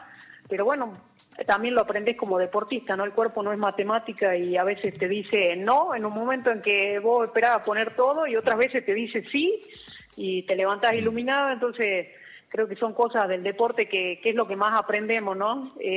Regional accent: Jujuy, Argentina; soy jujeña

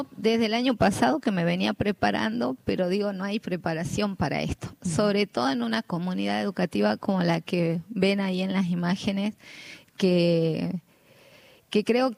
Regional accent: Moreno, Jujuy, Argentina; yo soy de Moreno en realidad, yo vivo en Moreno.

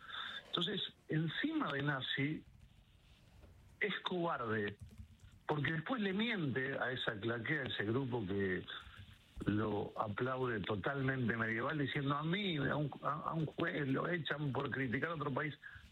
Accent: Argentina; Imagínense si yo, que nací en la Argentina, que soy tan argentino como cualquiera

